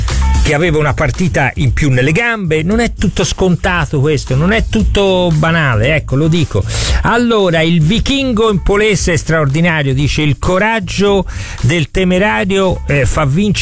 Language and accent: Italian; Florence, Tuscany, Italy; noi siamo fiorentini, ragazzi